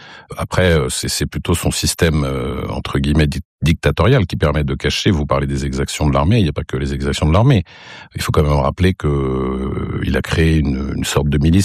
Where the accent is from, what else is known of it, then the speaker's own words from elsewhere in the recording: Tunisia; je suis tunisien